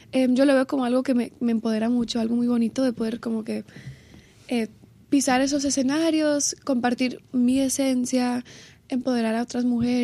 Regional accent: Los Angeles, California, United States; Y aún es más especial porque empiezo en Los Ángeles

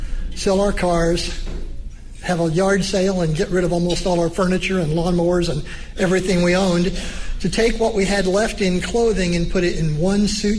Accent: Huntingburg, Indiana, United States; when I was a kid growing up in Huntingburg, in our grade school, every classroom had those

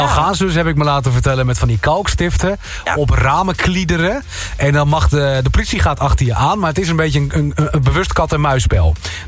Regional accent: Zuidlaren, Drenthe, Netherlands; ik kom uit Zuid-Laren, een klein dorpje helemaal boven in Drenthe.

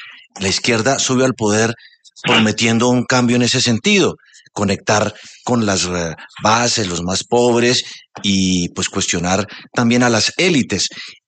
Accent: Colombia; y terminamos como medio frustrados como colombianos.

